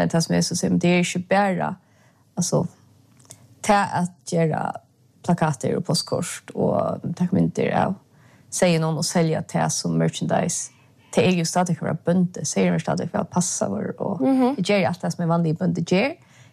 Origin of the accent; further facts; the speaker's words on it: Sweden; Ja, jag är född och vuxen i Ävik.